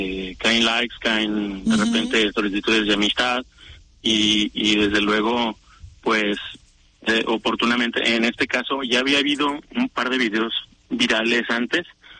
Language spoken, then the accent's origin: Spanish; Mazatlán, Sinaloa, Mexico; yo que vengo de Mazatlán, pues la violencia está ahorita en un estado